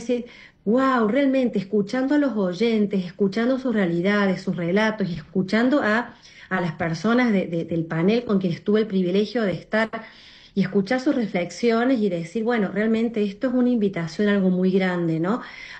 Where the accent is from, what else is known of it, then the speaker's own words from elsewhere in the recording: Argentina; yo conocí a la radio cuando era muy chica, acá en mi país, en Argentina, con nuestra Radio María Argentina, que mi mamá la escuchaba siempre